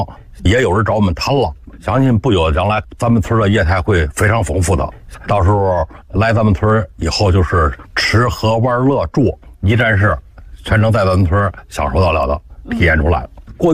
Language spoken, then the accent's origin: Chinese; Pinggu District, Beijing, China; 卖咱们平谷区的家乡农副产品。